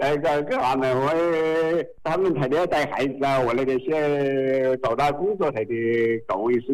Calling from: Tianmen, Hubei, China; 我是湖北天门湖市的。

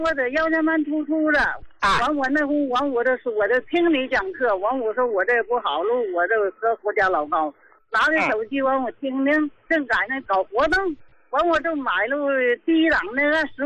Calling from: Qingdao, Shandong, China; 我是青岛的。

